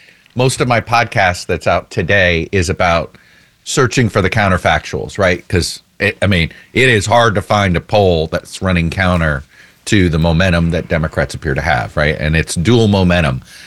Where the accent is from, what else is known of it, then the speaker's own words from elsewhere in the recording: Florida, United States; you want to talk about the in my home state of Florida, the question wordings are so long